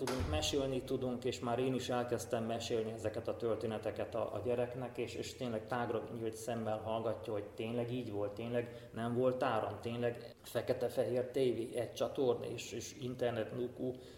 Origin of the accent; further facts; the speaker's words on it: Fügyivásárhely, Bihor, Romania; also born or lived in Oradea; Én nagyváradi születésű vagyok, Fügyivásárhelyen nőttem fel.